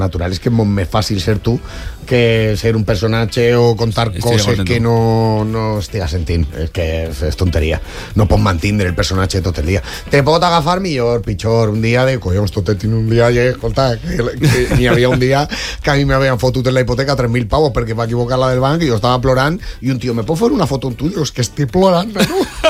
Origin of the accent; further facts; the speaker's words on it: Valencia, Valencian Community, Spain; soc de Torrefiel, soc més de barri que els columpios. Entonces, clar, la manera de ver la vida és d'un xic de Torrefiel.